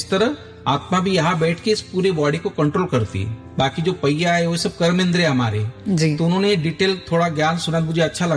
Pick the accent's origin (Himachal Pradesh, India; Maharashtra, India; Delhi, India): Maharashtra, India; Bhadgaon; moved away; Jalgaon district में भड़गांव तहसील में हमारा गांव है, तो वहां पर हम रहते थे।